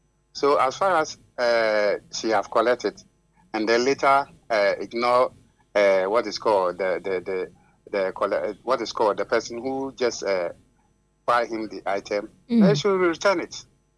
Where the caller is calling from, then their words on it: Western North, Ghana; I'm calling from Western North, BNA, to be precise.